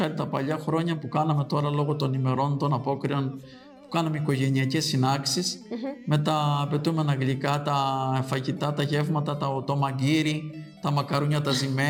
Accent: Crete, Greece; moved away as an adult; Μετά στην Ανωτέρα Εκκλησιαστική Κρήτης, στο Σχολείο Κρήτης. Μετά σιγά σιγά σηκώθηκα και έφυγα από το χωριό μου και πήγα στην Ιερά Πίτρα.

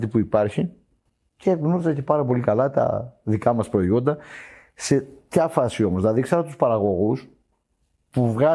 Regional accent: Crete, Greece; γιατί είμαι η πόλη μου, μεγάλωσα. Εκεί που είναι το μαγαζί μου και ακριβώς μεγάλωσα.

